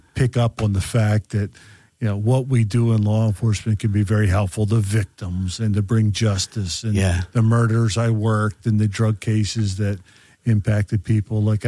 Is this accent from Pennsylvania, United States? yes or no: yes; Satterton, Pennsylvania, United States; Yeah, I grew up in a very small town in Montgomery County called Satterton, Pennsylvania.